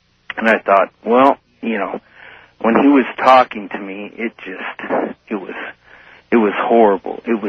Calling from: Denver, Colorado, United States; I'm calling from Denver.

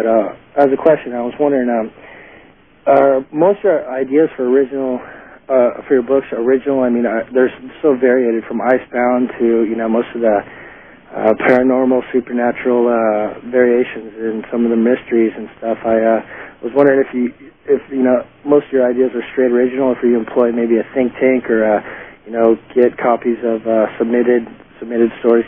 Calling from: Laguna Niguel, California, United States; I'm actually in Laguna Niguel, California.

